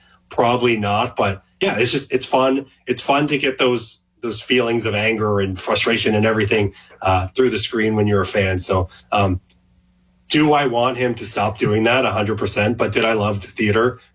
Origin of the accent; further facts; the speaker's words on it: Nova Scotia, Canada; just growing up in Nova Scotia and growing up playing soccer and always being a soccer fan, but never having that team to latch on to.